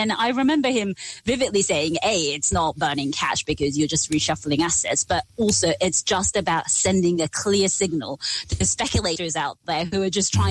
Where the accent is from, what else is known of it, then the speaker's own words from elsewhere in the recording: Japan; for listeners out there who want to visit my home country, it's great for you because everything is so cheap.